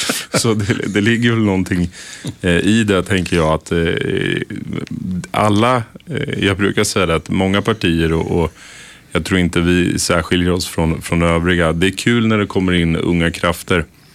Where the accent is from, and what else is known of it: Örebro, Örebro County, Sweden